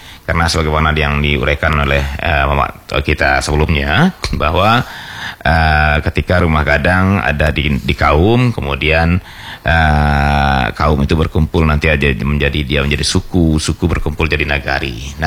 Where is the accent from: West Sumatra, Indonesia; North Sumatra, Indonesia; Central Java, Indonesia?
West Sumatra, Indonesia; nenek moyang kita orang Minangkabau